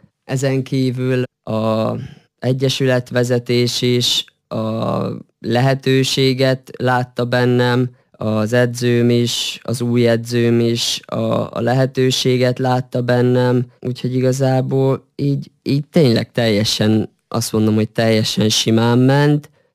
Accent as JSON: {"language": "Hungarian", "town": "Senta", "region": "Vojvodina", "country": "Serbia", "tie": "born or raised there", "said": "Igen, Zentán is töltöttem úgy a eddigi fiatalságom meghatározó részét. Ott nőttem fel 6 éves koromtól egészen 20 éves koromig. Ott jártam ki az általános iskolát, a gimnáziumot."}